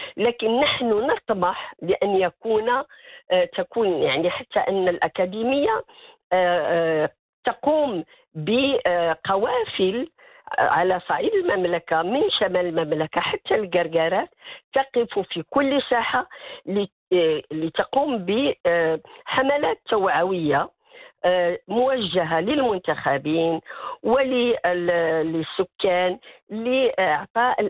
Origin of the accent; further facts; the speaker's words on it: Morocco; وهذا ما يميزنا نحن كمغاربة على باقي دول العالم